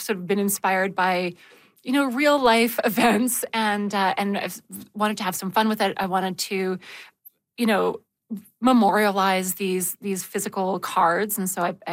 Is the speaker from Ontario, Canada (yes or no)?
no; Calgary, Alberta, Canada; We grew up in Calgary and only went out to visit them in Windsor about once a year.